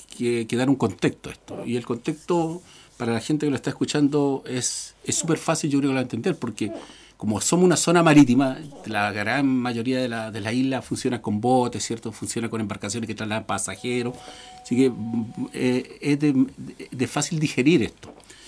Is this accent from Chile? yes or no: yes; Ancud, Los Lagos, Chile; estoy acá en Ancud, primero por ser chilote, nacido y criado en Ancud.